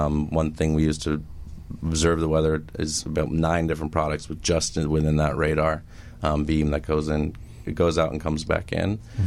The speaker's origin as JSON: {"language": "English", "region": "New England", "country": "United States", "said": "I'm from the Northeast, though, so."}